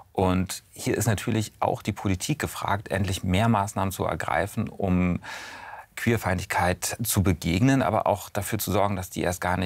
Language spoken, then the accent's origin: German; Berlin, Germany; Ich bin eigentlich auch Berliner und komme aus der Stadt